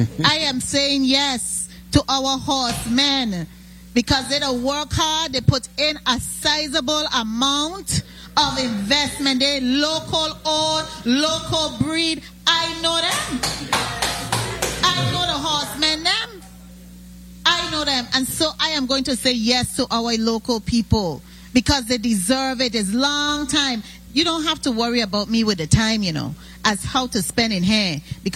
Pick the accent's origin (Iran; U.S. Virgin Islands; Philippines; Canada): U.S. Virgin Islands; St. Thomas; Even though I am from St. Thomas, born and raised, I am a Virgin Islander.